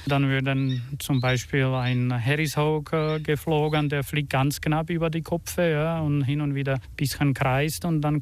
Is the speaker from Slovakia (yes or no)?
yes; Slovakia; now in Austria; Genau, ich habe mit 14 Jahren angefangen mit den Greifvogelarbeiten. Bei uns in der Slowakei